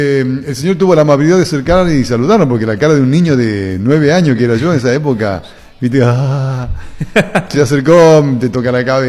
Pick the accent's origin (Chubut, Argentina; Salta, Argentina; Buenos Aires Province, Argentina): Buenos Aires Province, Argentina; Maipú; mi pueblo en Maipú, que pasa la ruta 2 que une en Buenos Aires con Mar del Plata